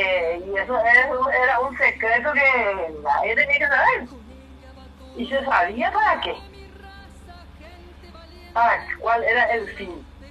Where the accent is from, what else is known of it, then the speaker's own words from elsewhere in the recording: Paraguay; Que las autoridades de nuestro país se enferman y van al lado brasileño.